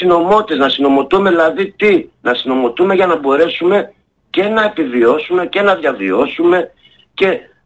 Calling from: Aiginio, Central Macedonia, Greece; Καταγωγή μου από το Αιγίνιο Πιερίας.

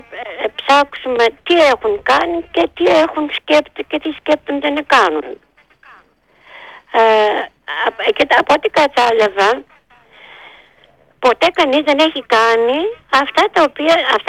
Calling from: Thessaloniki, Central Macedonia, Greece; Εδώ στη Θεσσαλονίκη.

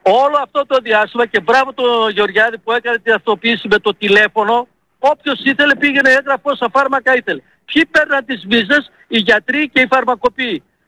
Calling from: Thessaloniki, Central Macedonia, Greece; Εδώ, Θεσσαλονίκη μιλάω.

